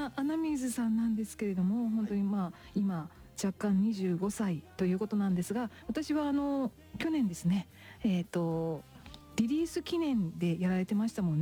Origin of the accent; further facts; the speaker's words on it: Kagawa, Japan; 私あの四国の香川県出身なんですけど。